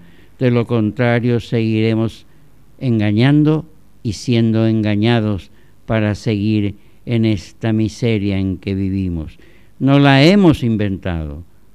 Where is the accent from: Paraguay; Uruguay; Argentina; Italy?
Paraguay